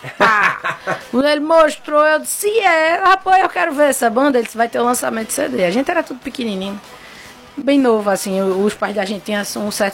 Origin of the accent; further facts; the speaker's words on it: Caruaru, Pernambuco, Brazil; eu sou artista, sou aqui da cidade, natural de Caruaru